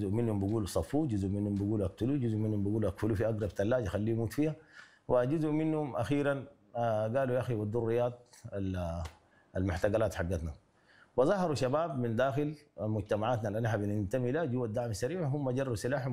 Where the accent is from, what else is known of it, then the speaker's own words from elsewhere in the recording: Sudan; نحن كسودانيين ما بنتحمل المعركه بالشكل ده